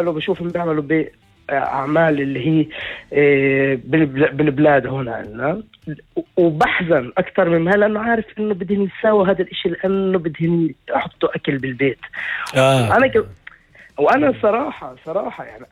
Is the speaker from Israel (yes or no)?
yes; Israel; كنت أحكي إنه أنا فلسطيني من الداخل ستات سيمبل يعني.